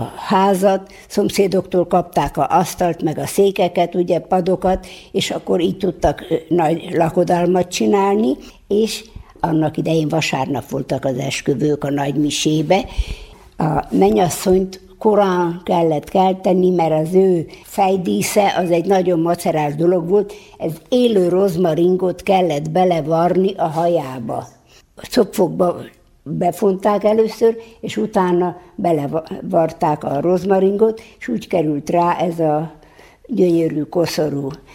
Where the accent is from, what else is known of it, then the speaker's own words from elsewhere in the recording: Danube Swabian settlement area, Hungary; tőzsgyökeres sváb vagyok.